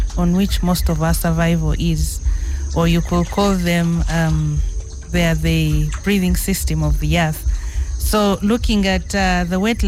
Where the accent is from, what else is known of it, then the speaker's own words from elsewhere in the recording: Uganda; I come from Uganda.